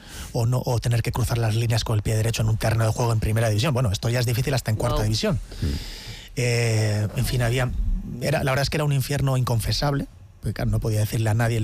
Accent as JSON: {"language": "Spanish", "town": "Elgoibar", "region": "Basque Country", "country": "Spain", "tie": "born or raised there", "said": "Sí, bueno, yo soy del Góibar, de un barrio rural llamado San Miguel. Uh-huh. Y empiezo en la plaza del barrio, que es una plaza de arrastre de bueyes."}